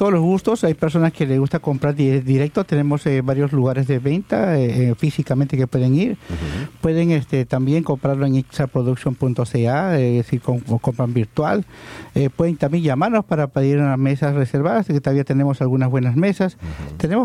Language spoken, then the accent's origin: Spanish; Peru; Hemos producido también festivales peruanos. Yo soy peruano.